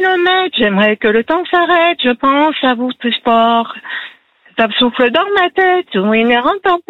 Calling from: Saint-Étienne, Auvergne-Rhône-Alpes, France; je viens de Saint-Étienne

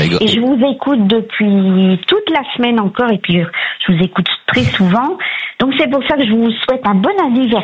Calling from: Abbeville, Hauts-de-France, France; je vous appelle de la Somme, d'Abbeville.

